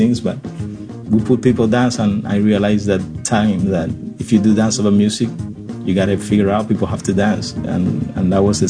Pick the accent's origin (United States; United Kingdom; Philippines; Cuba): Cuba; Pinar del Rio, Pinar del Río; This old guy asked me where I came from one day, and I was like, I came from Pinar del Rio, my hometown.